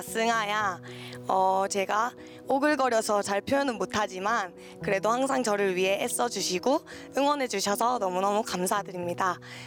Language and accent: Korean; Ulsan, South Korea; now in Namwon, South Korea; 제가 본가는 울산인데요. 제가 남원 구강 예술고등학교에 다니고 있어서